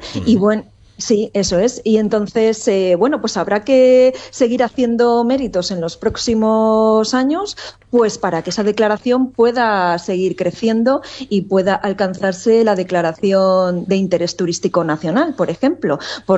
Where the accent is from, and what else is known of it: Castile and León, Spain